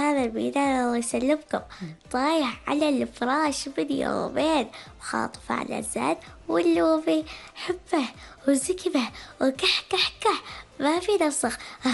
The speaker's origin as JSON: {"language": "Arabic", "town": "Saham", "region": "Al Batinah North", "country": "Oman", "said": "من ولاية صحم."}